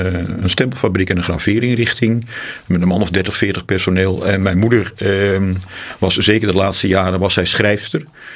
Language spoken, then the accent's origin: Dutch; Stolwijk, South Holland, Netherlands; also born or lived in Utrecht / Amsterdam; now in Gouda, Netherlands; En daar hebben we toen kort gewoond. En daarna zijn mijn ouders doorverhuisd naar Stolwijk. En vanuit Stolwijk heb ik mijn lagere school gedaan. En ook weer de middelbare school in Gouda, het Koornhert Gymnasium.